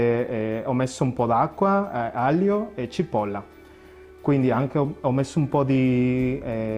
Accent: Mexico; Italian is a second language; moved away as an adult; now in Rome, Italy; è un piatto del mio paese, io sono messicano

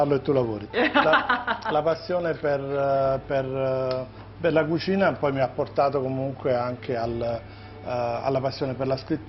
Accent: Basilicata, Italy; now in Lazio, Italy; Sono Lucano, sono della provincia di Potenza.

